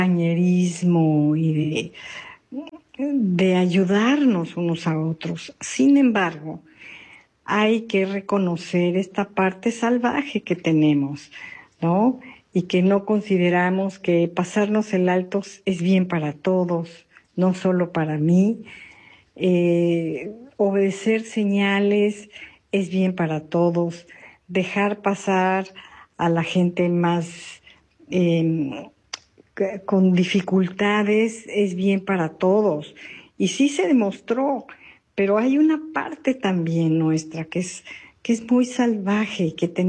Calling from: Quintana Roo, Mexico; desde Quintana Roo.

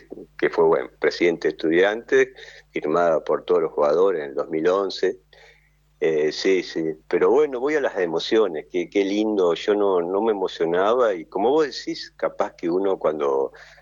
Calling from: Tolosa, Buenos Aires Province, Argentina; soy de Tolosa

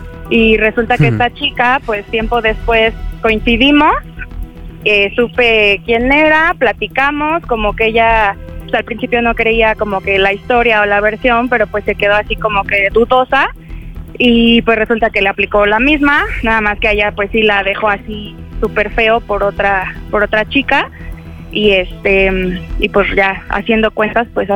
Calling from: State of Mexico, Mexico; 35 y del Estado de México

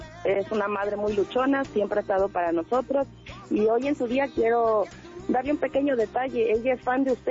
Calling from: Oaxaca, Mexico; Desde Oaxaca.

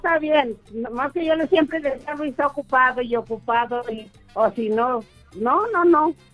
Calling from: Trancoso, Zacatecas, Mexico

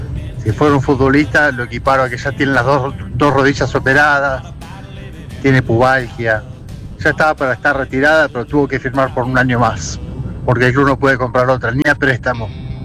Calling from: Pilar, Buenos Aires Province, Argentina; de Pilar les habla.

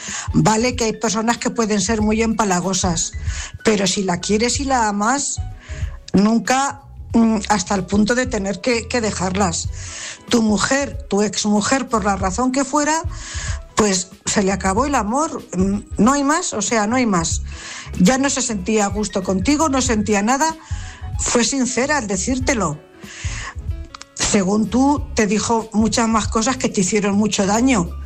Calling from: Cuenca, Castilla-La Mancha, Spain; corresponsal de Cuenca.

